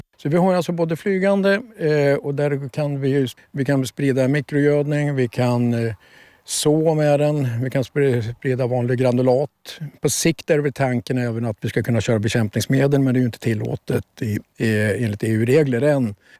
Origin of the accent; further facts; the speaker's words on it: Sweden; jag kommer från Sverige.